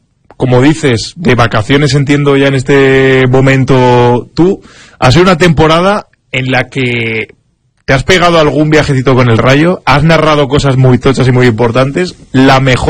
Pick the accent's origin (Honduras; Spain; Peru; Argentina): Spain; Valencian Community; al menos yo, que soy de Castellón, los pueblos de Castellón coinciden todas en agosto.